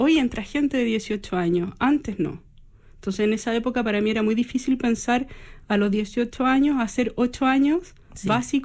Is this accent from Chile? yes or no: yes; Melipilla, Santiago Metropolitan Region, Chile; Yo soy de Melipilla. Yo soy nacida y criada en Melipilla, soy de Melipilla, vivo en Melipilla, voy todos los fines de semana.